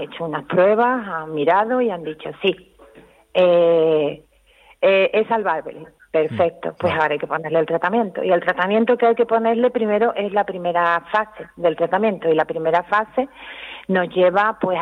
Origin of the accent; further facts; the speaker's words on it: Puerto Real, Andalusia, Spain; todos los que somos de Puerto Real, que lo hemos vivido